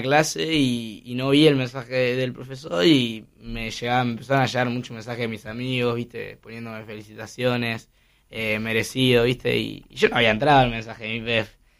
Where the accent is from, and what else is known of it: Luján, Buenos Aires Province, Argentina; born or raised there; also born or lived in Haiti